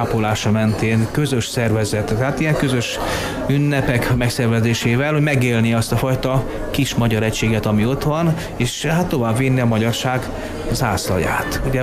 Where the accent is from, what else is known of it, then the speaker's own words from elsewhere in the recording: Bahnea, Mureș County, Romania; moved away as an adult; now in South Australia, Australia; Marosvásárhely közelében, tehát Marosvásárhelyen jártam többnyire, de Bonyháról származom, ami Marosvásárhely melletti községnek számít, 30 kilométerre van Marosvásárhelytől